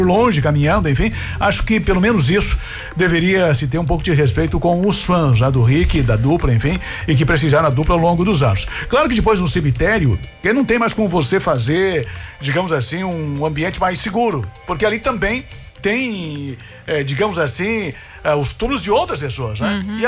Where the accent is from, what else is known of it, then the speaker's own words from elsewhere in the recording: Carazinho, Rio Grande do Sul, Brazil; o cara é de Carazinho, da minha terra.